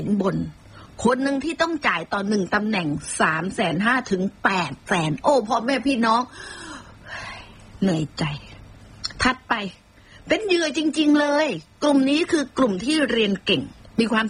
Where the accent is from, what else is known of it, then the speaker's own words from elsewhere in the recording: Phuket, Thailand; born there; ดิฉันนี่เกิดมาเป็นคนภูเก็ตโดยกำเนิดนะเกิดถนนดีบุก